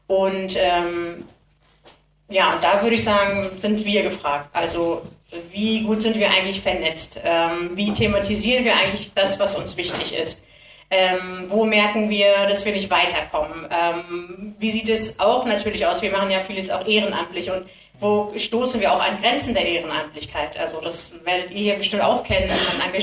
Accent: Germany; ich bin auch eine Frau, ich bin auch Deutsche, ich bin Kurdin, ich bin Esidin.

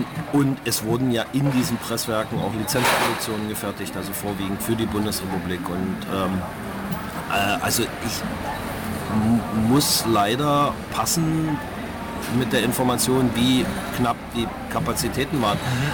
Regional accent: East Germany, Germany; Also ich bin in der DDR aufgewachsen. Als die Mauer fiel, war ich 18 Jahre.

